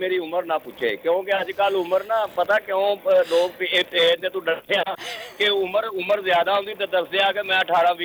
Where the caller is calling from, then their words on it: Lahore, Punjab, Pakistan; ਸੈਦਪੁਰ ਸਾਹਿਬ Multan road Lahore ਤੋਂ ਆ ਗਿਆ।